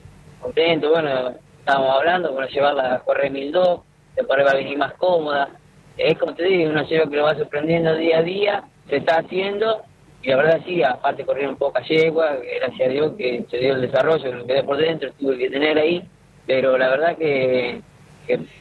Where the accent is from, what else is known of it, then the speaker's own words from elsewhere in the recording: Olavarría, Buenos Aires Province, Argentina; Yo soy de Olavarría, yo trabajo en la zona de Azul